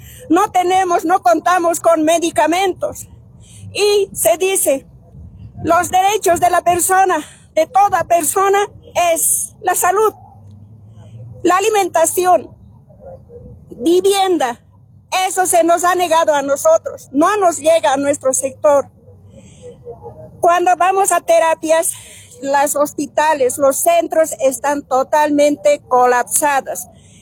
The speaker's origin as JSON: {"language": "Spanish", "country": "Bolivia", "lives_now": "El Alto, Bolivia", "said": "también nosotros somos bolivianos y tenemos derechos."}